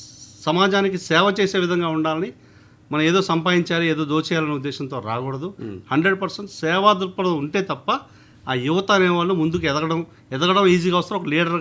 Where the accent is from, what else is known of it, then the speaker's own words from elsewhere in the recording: Bhadrachalam, Telangana, India; మాది భద్రాచలం